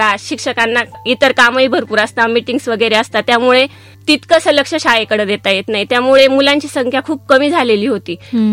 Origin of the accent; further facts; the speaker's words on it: Nandur Khurd, Maharashtra, India; माझं बालपण माझं निफाड तालुक्यातील नांदूर खुर्द हे एक छोटंसं गाव, एका शेतकरी कुटुंबात माझा जन्म झालाय। माझी आजी, आजोबा, आई वडील, 2 काका काकू आणि आम्ही 8 भावंड असा आमचा परिवार।